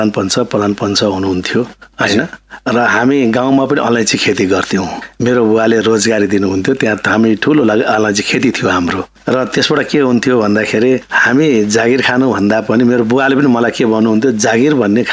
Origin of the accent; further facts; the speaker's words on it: Taplejung, Koshi Province, Nepal; moved away as an adult; also born or lived in Ilam; now in Lalitpur, Nepal; म ताप्लेजुङको पनि असाध्यै दुर्गम गाउँ फ्रुम्बु भन्छौँ, यो झनै झनै 2-3 कोस बजारबाट टाढा पर्छ। र मेरो गाउँमा चाहिँ मावि स्कुल थिएन, म पढ्दाखेरि 7 कक्षासम्मको विद्यालय थियो।